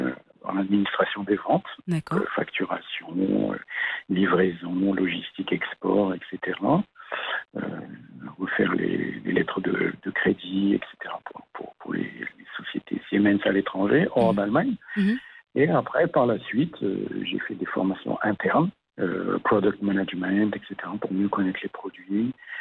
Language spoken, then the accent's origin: French; France; born there; moved away as an adult; also born or lived in Germany; je suis né en France